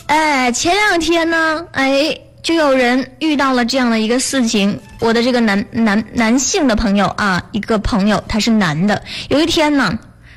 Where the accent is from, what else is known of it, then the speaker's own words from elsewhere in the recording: Northeast China, China; 我们东北人说话都这样子的